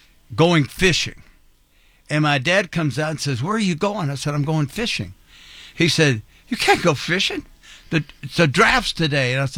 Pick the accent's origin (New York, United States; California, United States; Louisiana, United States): Louisiana, United States; I'll be in my hometown. Wow. I'm a home state.